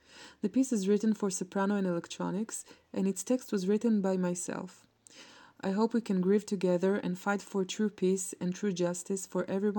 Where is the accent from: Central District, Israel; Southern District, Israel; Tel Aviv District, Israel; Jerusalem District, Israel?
Jerusalem District, Israel; Jerusalem; I'm a composer from Jerusalem